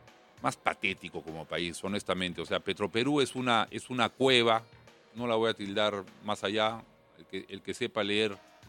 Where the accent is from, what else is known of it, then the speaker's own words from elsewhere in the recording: Arequipa, Peru; mi tierra, Arequipa.